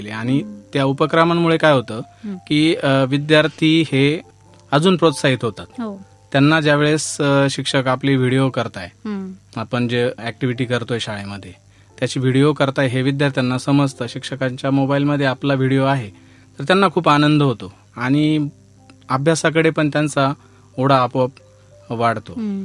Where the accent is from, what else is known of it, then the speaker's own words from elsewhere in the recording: Kopargaon, Maharashtra, India; कोपरगाव या ठिकाणी।